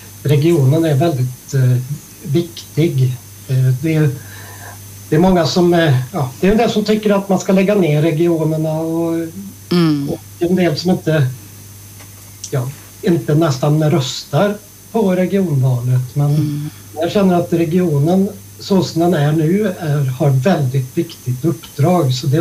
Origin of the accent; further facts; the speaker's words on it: Strömstad, Västra Götaland County, Sweden; jag kommer från Strömstad och har varit regionpolitiker nu i 12 år.